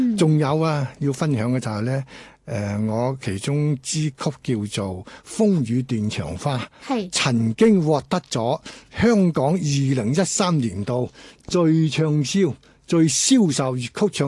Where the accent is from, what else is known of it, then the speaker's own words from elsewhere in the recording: Guangdong, China; 所以呢樣嘢咧，嶺南文化對我哋廣府人嚟講咧，係好多共同點嘅。